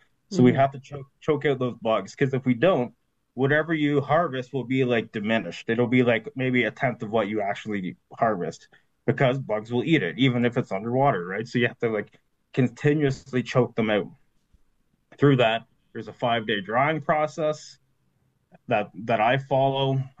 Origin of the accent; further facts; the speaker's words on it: Alderville, Ontario, Canada; growing up in Alderville, my aunts and my uncles and my extended family, they were always harvesting wild rice, right?